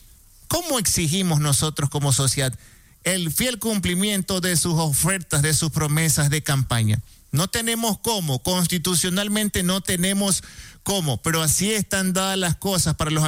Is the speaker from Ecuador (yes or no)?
yes; Ecuador